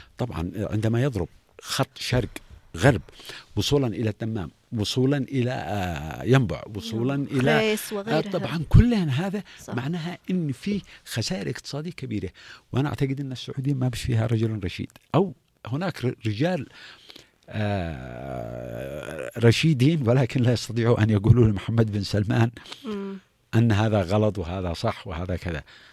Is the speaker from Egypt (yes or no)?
no; Yemen; now in Sanaa, Yemen